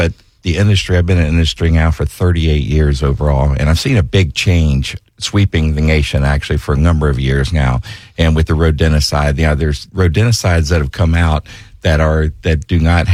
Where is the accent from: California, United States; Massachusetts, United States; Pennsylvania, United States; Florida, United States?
Florida, United States; Jacksonville; I was born right here in Jacksonville, and I've seen a big, you know, increase, of course, in the population of Jacksonville through the years.